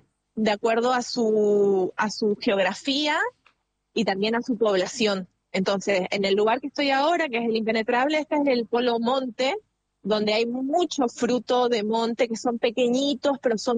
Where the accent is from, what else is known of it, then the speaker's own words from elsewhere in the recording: Ciudad del Este, Alto Paraná, Paraguay; born there; Yo nací en Ciudad del Este